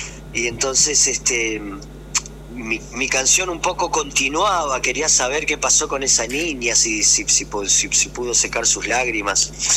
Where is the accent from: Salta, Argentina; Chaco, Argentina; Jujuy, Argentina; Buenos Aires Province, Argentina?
Chaco, Argentina; Resistencia; De Resistencia, uh-huh. De la capital.